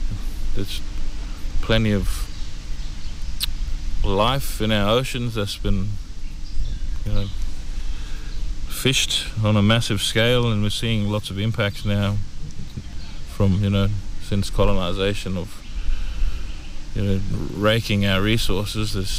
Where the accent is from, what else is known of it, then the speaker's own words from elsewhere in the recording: Northern Territory, Australia; I'm from the Yanyuwa and Gadawa country in the Borroloola region.